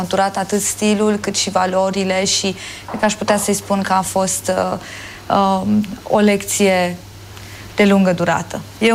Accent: Oradea, Bihor County, Romania; Nu am cum să uit. Oradea a fost locul în care mi-am conturat propriile amintiri și, de fapt, istoria mea ca personalitate și ceea ce fac astăzi este adânc î

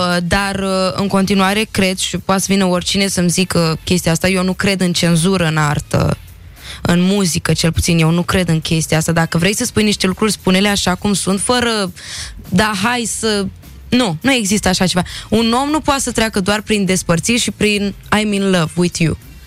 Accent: Romania; noi ca români

